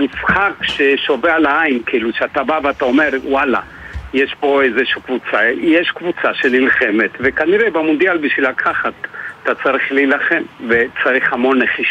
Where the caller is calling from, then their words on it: Be'eri, Southern District, Israel; אני בבארי ושומע את הבומים ושומע את הקרבות שיש שם בתוך רצועת עזה